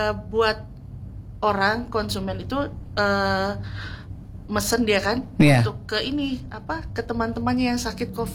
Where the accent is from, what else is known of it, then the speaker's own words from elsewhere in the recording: Palembang, South Sumatra, Indonesia; moved away; Nah, karena saya asli orang Sumatera kan, Palembang.